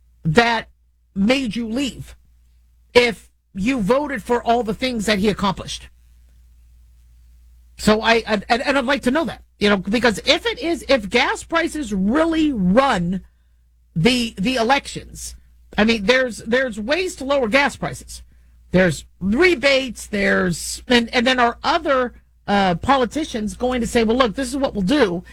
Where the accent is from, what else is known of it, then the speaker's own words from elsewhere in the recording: United States; I'm American.